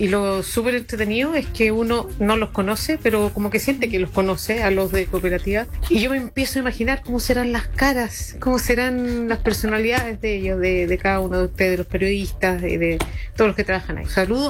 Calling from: Santiago, Santiago Metropolitan Region, Chile; soy de Santiago

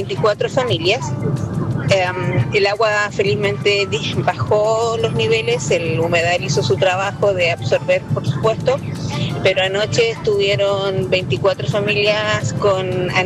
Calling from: Valdivia, Los Ríos, Chile; soy presidente de la Junta de Vecinos Rodríguez Colmenar de la Salida Sur de Valdivia.

